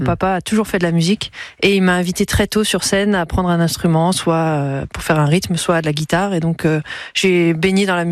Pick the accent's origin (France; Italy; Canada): France; Veauchette, Auvergne-Rhône-Alpes; moved away as an adult; also born or lived in Toulouse; now in Lyon, France; j'aime beaucoup la campagne, comme j'ai grandi à Vauchette, ceux qui connaissent comprendront. Et donc j'évite, tant que je peux, de vivre à Paris. J'y vais régulièrement, je fais l'aller-retour en TGV.